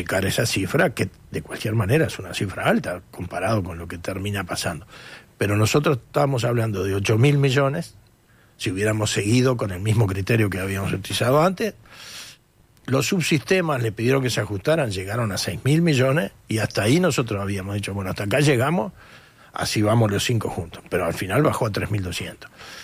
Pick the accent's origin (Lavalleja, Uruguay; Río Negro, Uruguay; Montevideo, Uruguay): Lavalleja, Uruguay; yo soy del departamento de La Valleja.